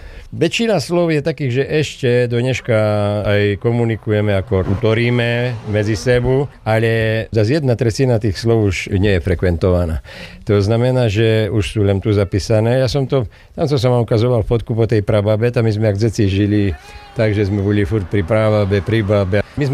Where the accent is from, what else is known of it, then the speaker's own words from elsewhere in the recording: Prešov Region, Slovakia; U nás v Šarišu še tému utorí, že komenciaši, to je taký ten šarišský výraz